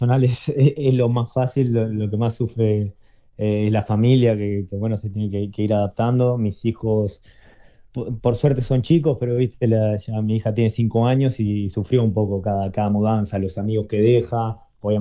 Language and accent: Spanish; Montevideo, Uruguay; Y soy en la adolescencia en Punta Gorda, la verdad que fui bastante nómade